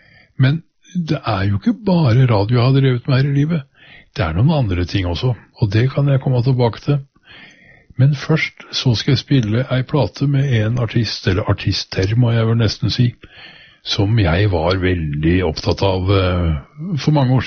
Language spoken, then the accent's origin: Norwegian; Horten, Vestfold, Norway; Så kom det en henvendelse fra redaktøren I lokalavisa hjemme I Horten